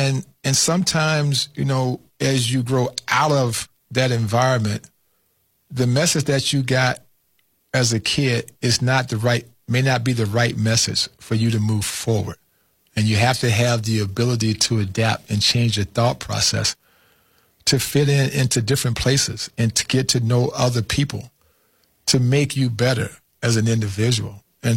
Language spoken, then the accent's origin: English; Flint, Michigan, United States; I'm a kid from Flint, Michigan, dreaming of one day of leaving, you know, the neighborhood of Rosedale and Selby Avenue